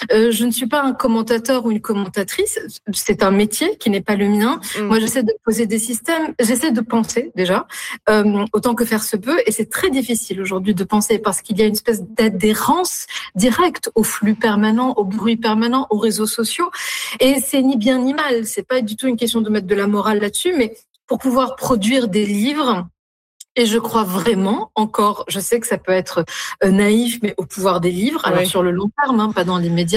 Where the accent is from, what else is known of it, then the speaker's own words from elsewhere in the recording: Tunis, Tunis Governorate, Tunisia; moved away as an adult; now in France; Moi, je suis tunisienne. Je suis née à Tunis. J'ai grandi en Tunisie. C'est mon pays. Puis après, je suis arrivée à 18 ans en France pour mes études supérieures.